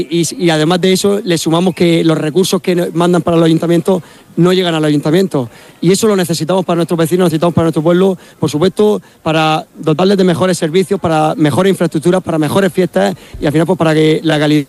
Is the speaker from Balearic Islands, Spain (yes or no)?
no; Region of Murcia, Spain; el sentimiento como murciano